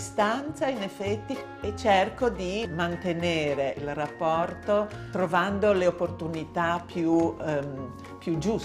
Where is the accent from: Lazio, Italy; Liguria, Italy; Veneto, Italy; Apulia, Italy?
Liguria, Italy; Genoa; born there; now in Varigotti, Italy; Io sono nata a Genova, ho 72 anni, vivo a Varigotti.